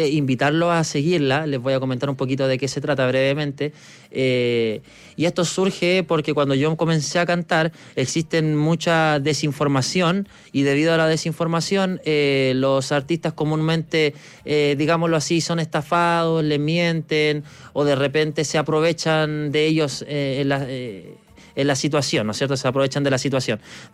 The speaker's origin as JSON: {"language": "Spanish", "town": "Curacaví", "region": "Santiago Metropolitan Region", "country": "Chile", "tie": "born or raised there"}